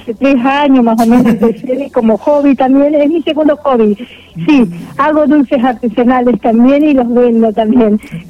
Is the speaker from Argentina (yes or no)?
yes; Cervantes, Río Negro, Argentina; y más en mi pueblo.